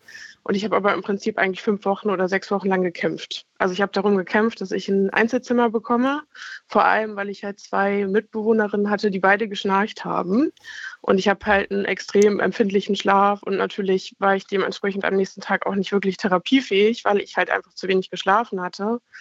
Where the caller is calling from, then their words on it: Kiel, Schleswig-Holstein, Germany; Hallo, ich rufe aus Kiel an.